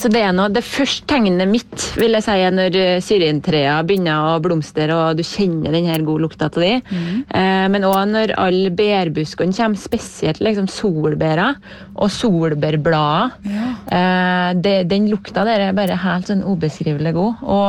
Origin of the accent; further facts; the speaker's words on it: Surnadal, Møre og Romsdal, Norway; now in Trondheim, Norway; nå har jeg jo ikke noe bærbusker på verandaen min i Trondheim, men når jeg er hjemme i Surndalen